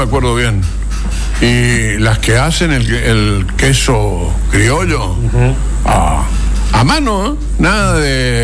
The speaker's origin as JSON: {"language": "Spanish", "town": "La Plata", "region": "Buenos Aires Province", "country": "Argentina", "said": "Yo vengo de Buenos Aires, de la Plata, imagínese."}